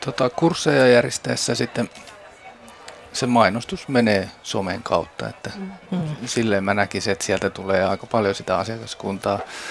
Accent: Ostrobothnia, Finland; Ja mä oon Pohjanmaalta kotoisin

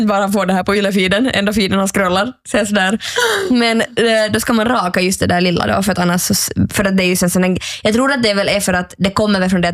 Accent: Norway; Ha, ja, jag kommer från Norge.

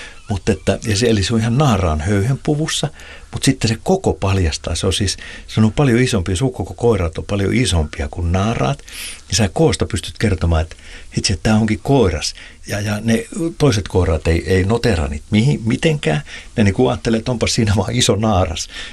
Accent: Pori, Satakunta, Finland; Mä muistan 80-luvulla, niin kun mä oon Porista kotoisin, niin siellä oli vielä suokukkoja soittimia, niitä pesi siellä rantaniityillä.

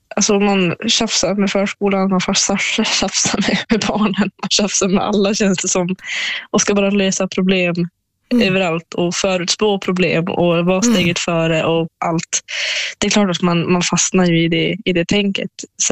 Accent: Norrland, Sweden; Ja, men i och med att jag är från Norrland så är det väl snön som lockar mest, tror jag.

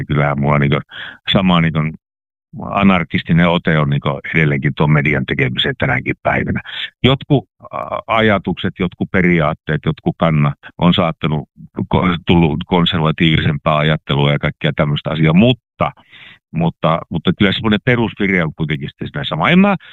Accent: Oulu, North Ostrobothnia, Finland; accent: North Ostrobothnian dialect; also born or lived in Raahe; Mä oon syntynyt Raahessa ja kasvanut Pohjois-Pohjanmaalla ja Oulussa ja mummalla on ollut ihan niin lumivettässä, jossa puhutaan niin kuin just sillä tavalla, kun Pohjois-Pohjanmaalla puhutaan.

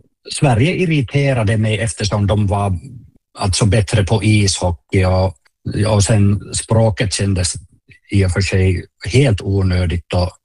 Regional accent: Oulunsalo, North Ostrobothnia, Finland; Swedish is a second language; jag är uppvuxen i Oulunsalo, helt finskspråkig området.

